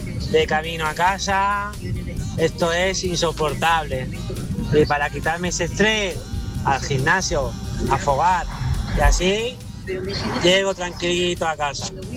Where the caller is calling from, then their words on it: Marbella, Andalusia, Spain; de aquí de Marbella